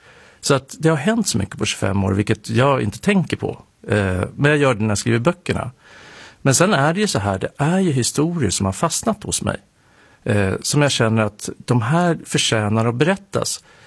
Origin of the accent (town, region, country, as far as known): Nyköping, Södermanland, Sweden